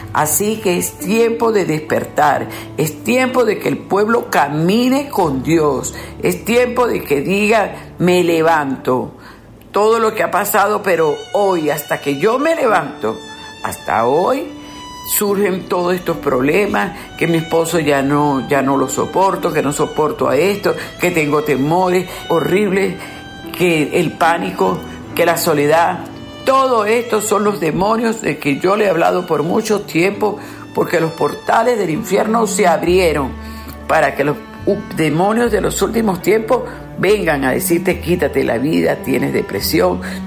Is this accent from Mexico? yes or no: no; Venezuela